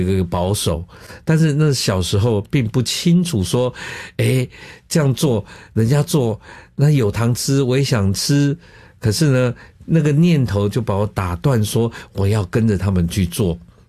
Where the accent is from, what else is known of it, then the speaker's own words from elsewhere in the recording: Taiwan; 尤其像生长在眷村里面